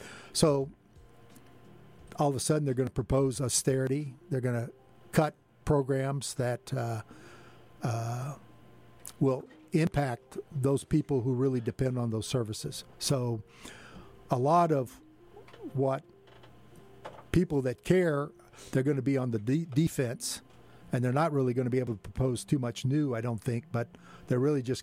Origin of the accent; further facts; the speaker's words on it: Salem, Missouri, United States; my hometown of Salem